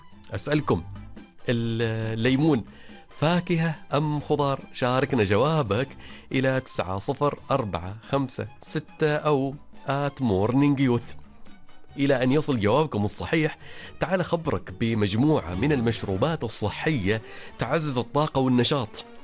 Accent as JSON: {"language": "Arabic", "country": "Oman", "accent": "Omani", "said": "في كلمات نستخدمها في لهجتنا العمانية"}